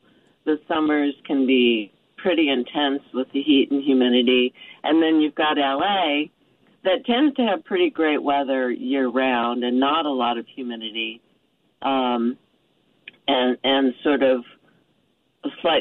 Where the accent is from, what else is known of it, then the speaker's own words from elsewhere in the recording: Coral Gables, Florida, United States; born there; also born or lived in Miami; Born in Florida. I was born in Coral Gables.